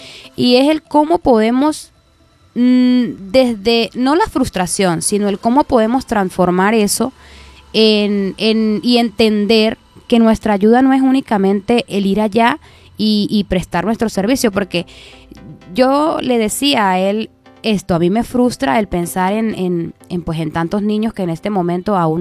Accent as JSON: {"language": "Spanish", "country": "Venezuela", "moved": "yes", "said": "eso nos mueve a todos como venezolanos, como humanos"}